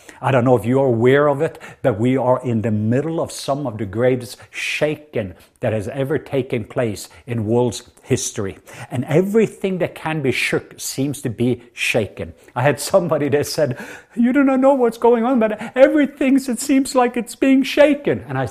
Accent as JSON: {"language": "English", "country": "Norway", "second_language": "English", "moved": "yes", "lives_now": "Atlanta, United States", "said": "Some of you thought that I had a southern accent, and that's correct, because I'm from the southwest part of Norway, so I'm a true southerner. And I live here in Atlanta"}